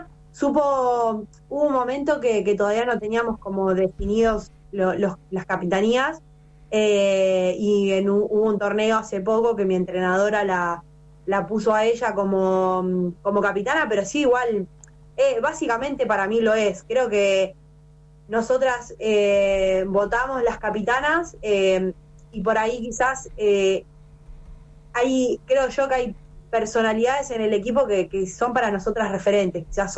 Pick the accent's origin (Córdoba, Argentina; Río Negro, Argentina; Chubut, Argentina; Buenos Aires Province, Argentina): Chubut, Argentina; Rawson; Yo me crié en Rawson cuando estaba estudiando en el profesorado de Educación Física